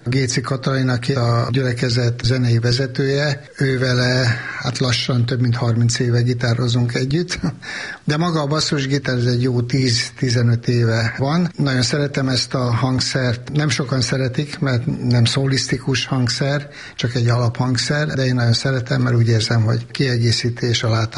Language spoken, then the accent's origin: Hungarian; Budapest, Hungary; bár tényleg nem itt lakom, kőbányai vagyok